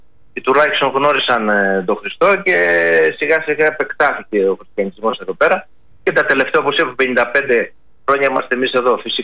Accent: Kavala, Eastern Macedonia and Thrace, Greece; moved away as an adult; Η καταγωγή μου είναι από την Ανατολική Μακεδονία, από την Καβάλα συγκεκριμένα. Γεννήθηκα στην Καβάλα και έγινα μοναχός, χειροτονήθηκα, ιερέας.

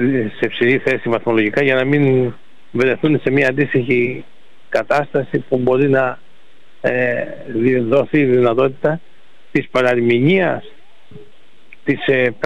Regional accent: Kourouta, Western Greece, Greece; στο Δήμο Ήλιερα στην Κουδούντα, την πατρίδα μου

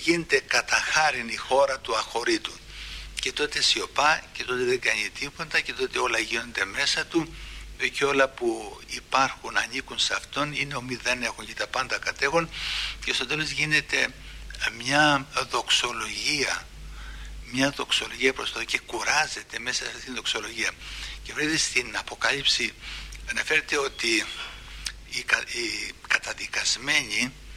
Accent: Greece; είναι μεγάλη ευλογία που είμαστε Έλληνες βαπτισμένοι στο όνομα του Πατρός και του Αγίου Πνεύματος.

